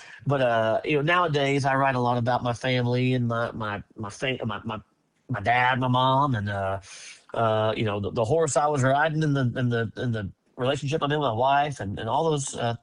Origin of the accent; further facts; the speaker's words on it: Leander, Texas, United States; I grew up in Leander, just, you know, east of you guys, so not far from y'all. And went to Leander High School, just like my parents did.